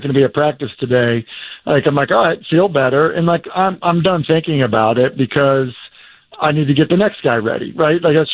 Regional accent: New England, United States; now in Tennessee, United States; growing up in New England, like, you drive 30 minutes and you get to every game, right?

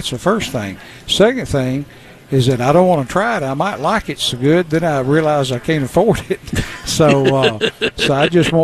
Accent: Dickson, Tennessee, United States; When I was a kid, growing up in Dixon, Tennessee, I worked in a grocery store. And I started at age 13 and worked there all through high school.

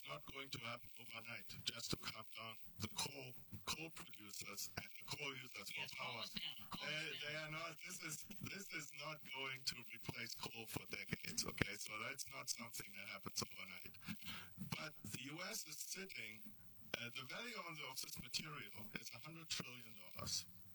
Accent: Berlin, Germany; moved away as an adult; now in Las Vegas, United States; I was born and raised in Berlin. I went to school there, got my PhD at the Institute for Radiation and Nuclear Physics. And after that, I came to the U.S. in 1994 and to Nevada, actually to Las Vegas at the time.

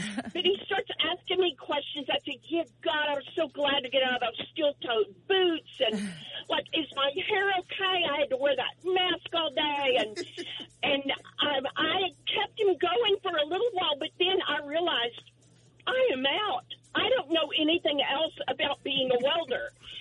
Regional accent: Dallas, Texas, United States; I was born and raised in Dallas

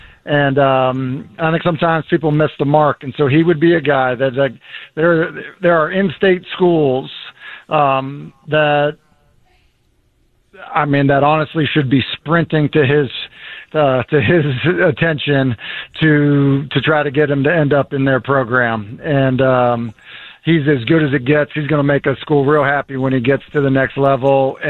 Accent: Massachusetts, United States; moved away; I grew up in Massachusetts, not a real big state.

